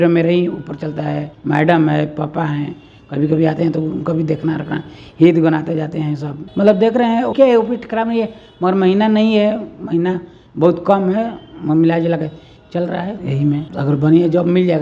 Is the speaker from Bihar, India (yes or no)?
yes; Bihar, India; now in Sasaram, India; मेरा गांव ढौड़ा धंकाड़ा है